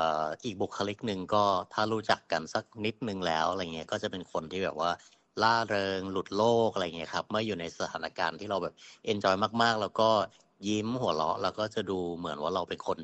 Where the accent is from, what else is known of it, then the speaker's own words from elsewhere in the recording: Thailand; เป็นคนจังหวัดชลบุรีครับบ้านอยู่